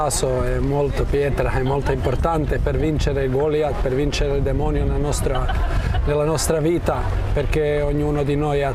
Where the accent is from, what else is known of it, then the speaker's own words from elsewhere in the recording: Pula, Istria County, Croatia; vengo dalla Croazia, una città che si chiama Pola, diocesi Parenzo e Pola, al parte ovest della Croazia.